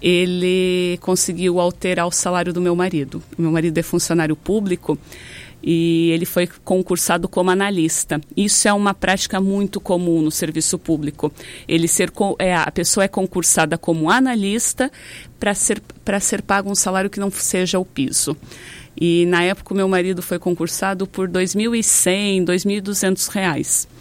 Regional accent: Paraná, Brazil

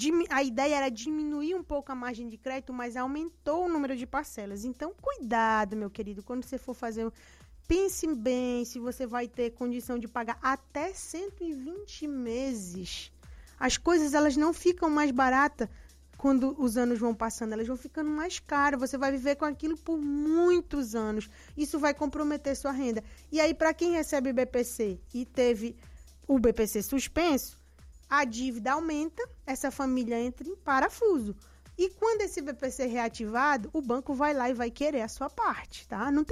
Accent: Paraíba, Brazil; now in Amazon region, Brazil; Eu sou paraibana, gente. Como é que uma paraibana veio parar aqui?

